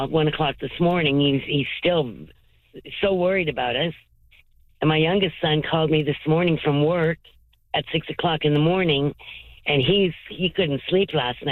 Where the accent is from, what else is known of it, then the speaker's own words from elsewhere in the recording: Ontario, Canada; moved away; I'm used to living in the city growing up in Ontario, and I was so close to the stores and everything like